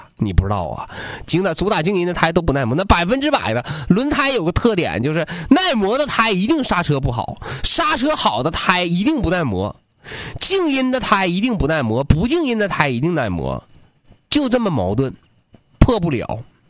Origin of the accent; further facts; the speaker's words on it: Changchun, Jilin, China; 我长春人，我必买速腾，毫无疑问啊！而且就是我作为长春人的情怀，我不支持一汽，谁支持一汽？我作为长春人不支持一汽，谁支持